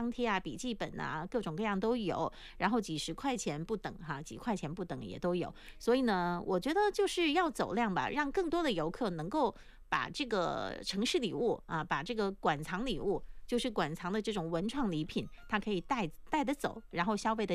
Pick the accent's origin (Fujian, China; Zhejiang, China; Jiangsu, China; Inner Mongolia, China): Fujian, China; 闽南语的体系当中呢，伴手礼我们叫做丹诺